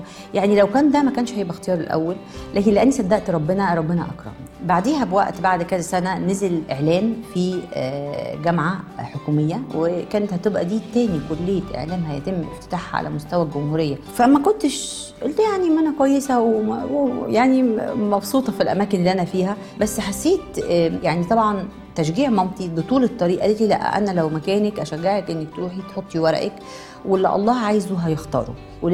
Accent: Minya, Minya Governorate, Egypt; لان انا جايه من المنيا يعني مش من القاهره

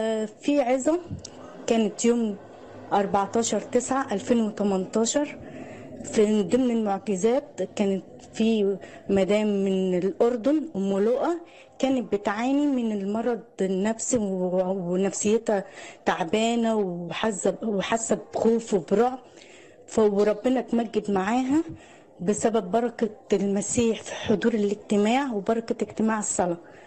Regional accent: Egypt

